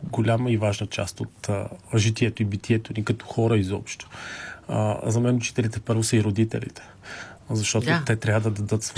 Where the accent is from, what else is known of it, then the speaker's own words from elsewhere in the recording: Sofia, Sofia City, Bulgaria; От София съм, да. Израснал съм в квартал Христо Ботев и съм живял и учил до 8-ми клас в местното училище